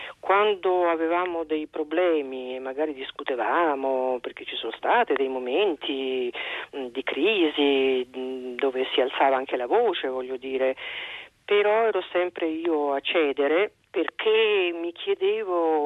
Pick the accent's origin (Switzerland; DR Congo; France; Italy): Italy; Apulia; eravamo meridionali tutte e due, lui calabrese, io pugliese